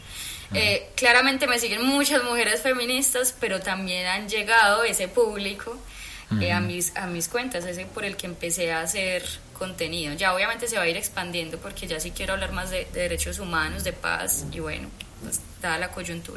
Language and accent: Spanish; Medellín, Antioquia, Colombia; yo crecí en la Universidad de Antioquia, literalmente crecí, mi mamá trabajaba allá, mi vida fue toda la UDA